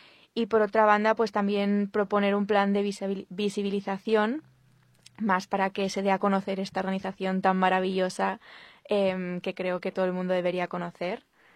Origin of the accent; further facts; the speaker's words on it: Catalonia, Spain; yo soy de España, concretamente de Barcelona. No soy de Barcelona, Barcelona, soy como de un pueblo.